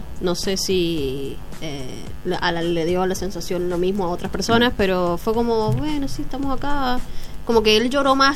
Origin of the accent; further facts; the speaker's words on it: Argentina; somos Argentina